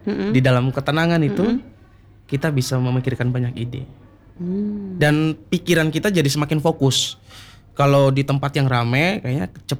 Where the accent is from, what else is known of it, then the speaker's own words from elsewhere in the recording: Ambon, Maluku, Indonesia; now in Jakarta, Indonesia; di daerah asal saya di Ambon.